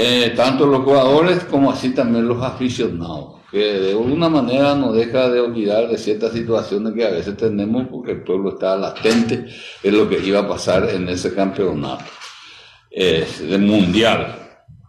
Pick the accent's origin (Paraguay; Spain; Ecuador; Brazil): Paraguay